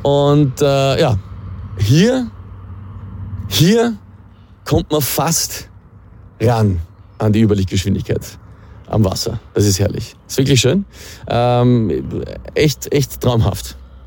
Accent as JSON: {"language": "German", "country": "Austria", "said": "es ist einfach so schön bei uns in Österreich und ich bin auch jetzt an einem wunderschönen Fleckerl."}